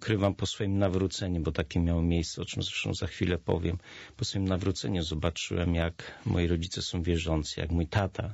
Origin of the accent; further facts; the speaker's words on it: Nowy Sącz, Lesser Poland, Poland; Ja jestem, pochodzę z Nowego Sącza, z miasta.